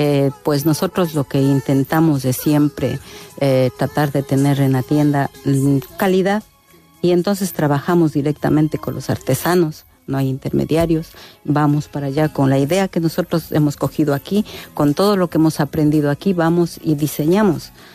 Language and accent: Spanish; Otavalo, Imbabura, Ecuador; Spanish is a second language; Quichua. Sí, es, nosotros en, digamos, en la zona de Imbabura, todo, hablamos el Quichua.